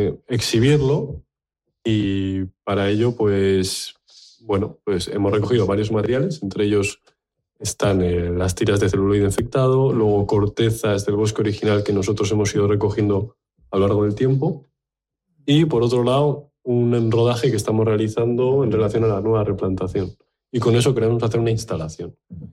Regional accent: Getxo, Basque Country, Spain; soy de Algorta, entonces y vivo cerquita de aquí

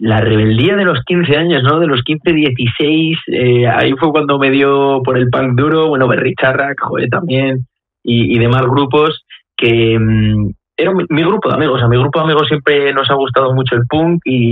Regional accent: Burgos, Castile and León, Spain; yo soy de Burgos ciudad, pero mi pueblo, que se llama Quintana Virgo, pues hay muchísima, muchísima gente vasca y bueno, que tenemos ahí carácter del norte y se nota un montón.

